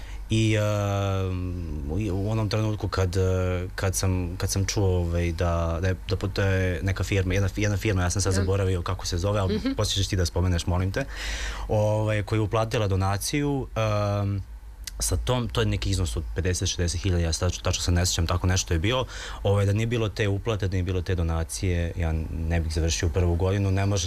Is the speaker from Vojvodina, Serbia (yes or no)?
no; Mala Vrbica, Belgrade, Serbia; Jedna komšinica u selu gdje sam odrastao, u Malom Vrbici kod Mladenovca